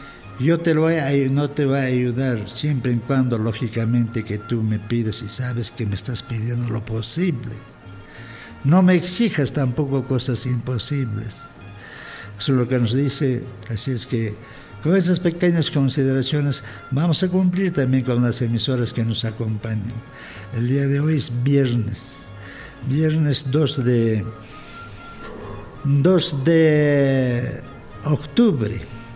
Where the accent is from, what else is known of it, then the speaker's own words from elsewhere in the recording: Peru; donde vamos a dejar nuestros huesos, porque somos auténticos peruanos.